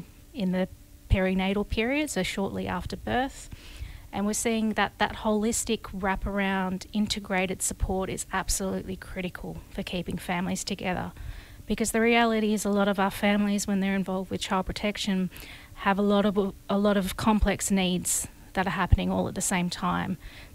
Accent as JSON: {"language": "English", "region": "Victoria", "country": "Australia", "tie": "born or raised there", "also_born_or_lived": "Western Australia", "said": "I'm a Noongar woman, originally from southern WA, but I grew up on Wurundjeri country in Naam."}